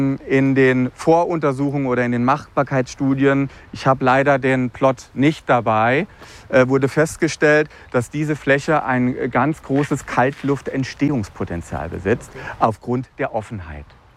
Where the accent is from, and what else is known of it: Northern Germany, Germany